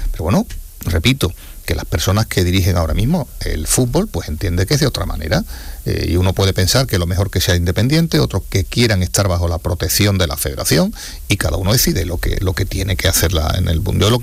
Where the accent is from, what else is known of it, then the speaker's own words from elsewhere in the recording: Andalusia, Spain; la Andaluza, que es mi tierra y es mi casa